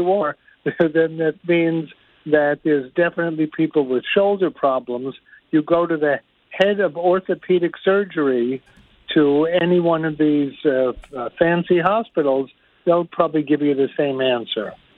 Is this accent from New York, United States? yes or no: yes; Brooklyn, New York, United States; I'm from Brooklyn.